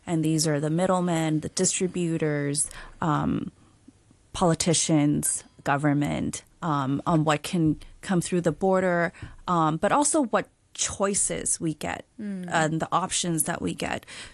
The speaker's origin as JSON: {"language": "English", "country": "Hong Kong", "tie": "born or raised there", "also_born_or_lived": "Shanghai", "said": "I mean, I grew up partly in Hong Kong and in Shanghai."}